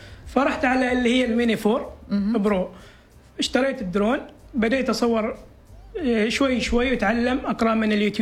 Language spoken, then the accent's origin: Arabic; Oman